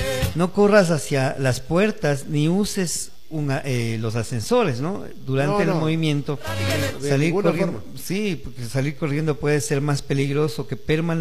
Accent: Ecuador; Así somos los ecuatorianos.

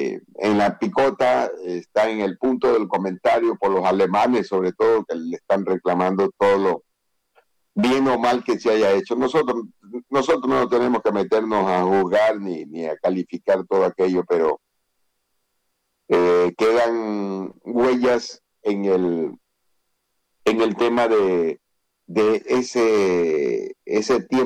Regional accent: Ecuador; Nosotros como ecuatorianos estamos esperando ya la decisión

